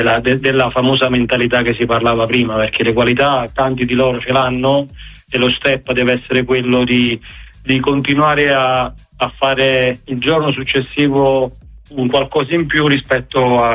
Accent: Naples, Campania, Italy; soprattutto per me da napoletano, che all'epoca l'avevo scelto perché il mio idolo.

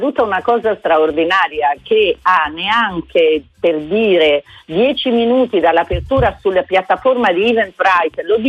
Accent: Milan, Lombardy, Italy; now in Naples, Italy; Io non sono napoletana, sono milanese, però ormai da 36 anni abito a Napoli, quindi mi sento napoletana.

